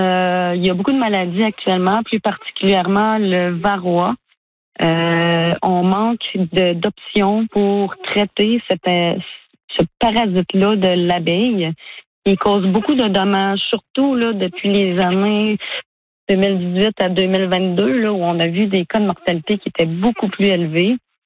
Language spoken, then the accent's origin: French; Quebec, Canada; Je pense qu'il y a peut-être moyen en tant que Canadien de justement regarder entre les provinces pour faire des échanges de miel. Moi, au Québec